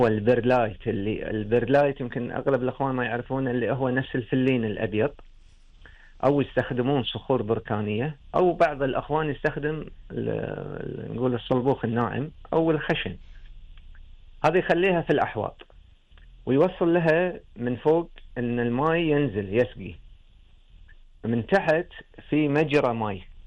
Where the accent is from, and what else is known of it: Kuwait